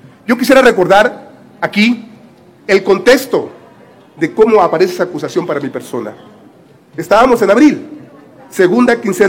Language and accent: Spanish; Badiraguato, Sinaloa, Mexico